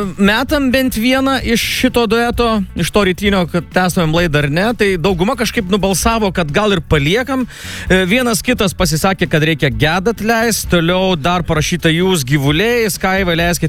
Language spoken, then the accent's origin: Lithuanian; Raseiniai, Kaunas County, Lithuania; aš iš Raseniškis esu